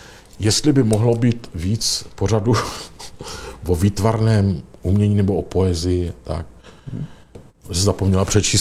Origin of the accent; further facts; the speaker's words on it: Tišnov, South Moravian Region, Czechia; born there; also born or lived in Brno; já jsem se narodil v Brně. Tam mě pak přivezli.